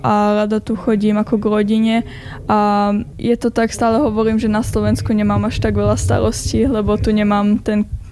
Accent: Amstetten, Lower Austria, Austria; som prišla z Rakúska, Amstetten, blízko Linz.

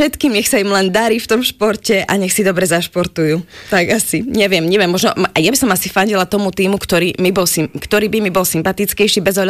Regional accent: Prešov, Prešov Region, Slovakia; born there; also born or lived in Košice; now in Bratislava, Slovakia; No momentálne asi v Bratislave. Aj keď veľa kamarátov mám stále v Prešove a Košice išli trošku do úzadia, keďže tam som prežila iba taký prvý rôčik svojho života

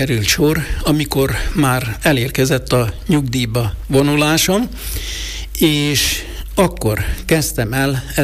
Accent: Hidaskürt, Trnava Region, Slovakia; kíváncsivá váltam arra, hogy szülőfalum története hogyan alakult, mikor alakult a község.

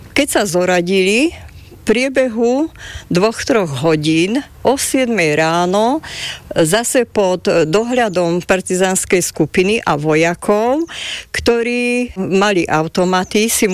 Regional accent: Sklené, Žilina Region, Slovakia; pochádzam z … zo Skleného nemeckej dediny, ktorá sa volala kedysi Glazerhau a leží v oblasti Haverlandu.

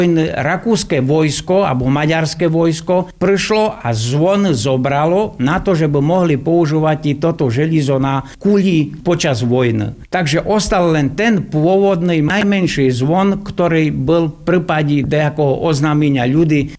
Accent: Piskorovce, Prešov Region, Slovakia; U nás v Pískorivcoch bol hlavný láger tu v tejto oblasti, partizánske láger dumám.

